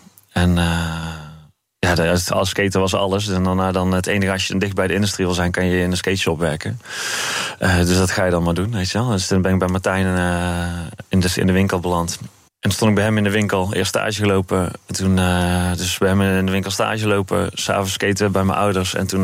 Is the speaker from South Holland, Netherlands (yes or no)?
no; Breda, North Brabant, Netherlands; Ik kom zelf oorspronkelijk uit Breda.